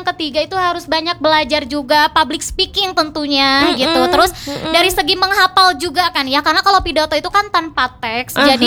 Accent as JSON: {"language": "Indonesian", "town": "Garut", "region": "West Java", "country": "Indonesia", "tie": "born or raised there", "said": "karena kan aku asli Garut."}